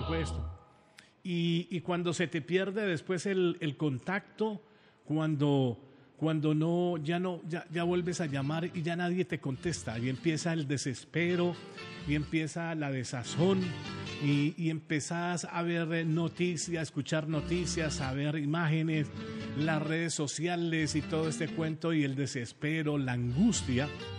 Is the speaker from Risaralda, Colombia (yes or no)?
yes; Pereira, Risaralda, Colombia; Hablo ahora de mi tierra, que tanto me duele, de Pereira.